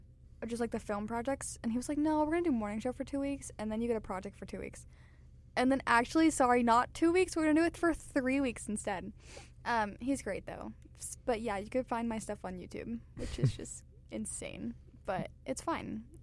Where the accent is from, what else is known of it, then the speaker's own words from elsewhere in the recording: Tampa, Florida, United States; Okay, so I'm from Tampa, guys, if you have not heard, because I've said it about 400 times in my other shows.